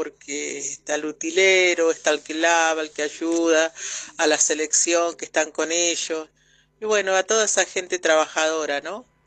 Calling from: Argentina; nuestro país, a la querida Argentina

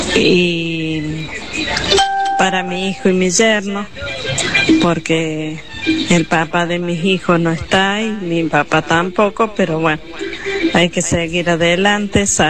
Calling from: Villa del Dique, Córdoba, Argentina; de Bella del Dique

